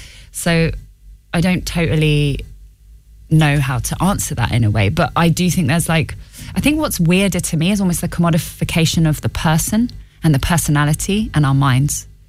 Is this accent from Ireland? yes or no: yes; Ireland; as an Irish, you know, person as well